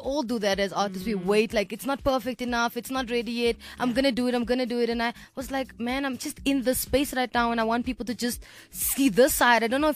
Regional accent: South Africa; being South African. I thought because we're so diverse, I knew everything.

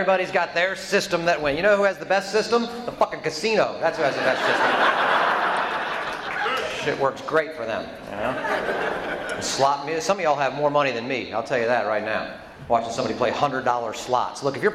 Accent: Georgia, United States; And I'm from Georgia, and we got our lottery a couple years ago

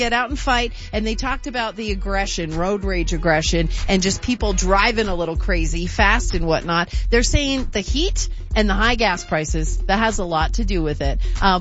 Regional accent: North Dakota, United States; Yes, and then shout out to my home state, North Dakota, number six.

